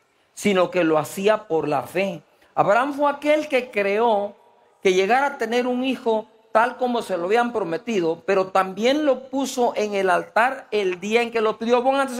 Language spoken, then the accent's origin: Spanish; Guatemala